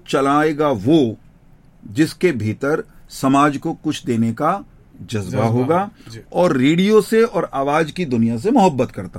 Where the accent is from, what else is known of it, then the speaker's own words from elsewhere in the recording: Karnal, Haryana, India; accent: Haryanvi; मैं करनाल का रहने वाला हूं, तो मारी हरियाणवी ओर डाड़की है।